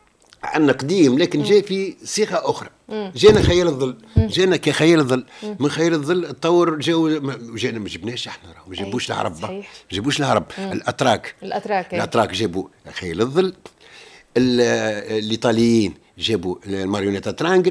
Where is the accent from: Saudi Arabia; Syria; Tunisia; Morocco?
Tunisia; عندنا احنا التوانسة